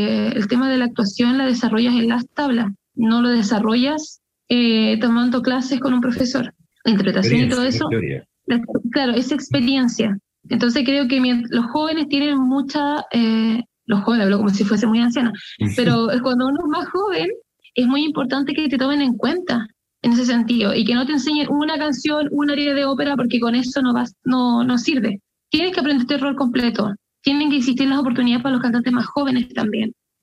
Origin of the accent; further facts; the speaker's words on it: Coquimbo, Chile; moved away; Y algo que también tengo muy pendiente es poder cantar en mi región, que es Coquimbo